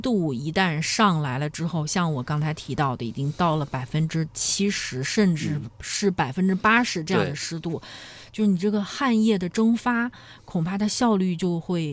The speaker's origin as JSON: {"language": "Chinese", "town": "Zhengzhou", "region": "Henan", "country": "China", "tie": "born or raised there", "moved": "yes", "said": "我老家在郑州"}